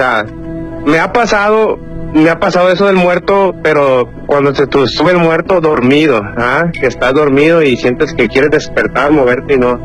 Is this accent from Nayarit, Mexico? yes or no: yes; Santiago Ixcuintla, Nayarit, Mexico; tengo una historia que yo soy originario de Santiago Ixcuintla, Nayarit.